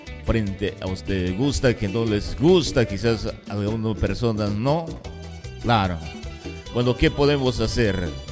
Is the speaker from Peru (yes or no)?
yes; Peru; somos peruanos